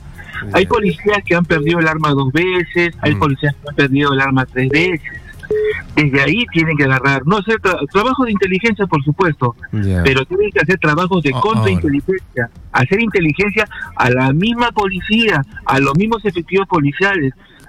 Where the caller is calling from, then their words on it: Lima, Peru; Llamo de acá del Cono Norte